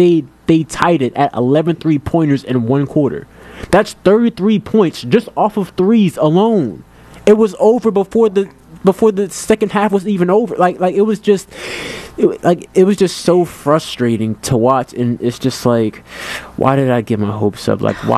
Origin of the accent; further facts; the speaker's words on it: Philadelphia, Pennsylvania, United States; So it just as a Philadelphian, just as a person who grew up, born and raised in the city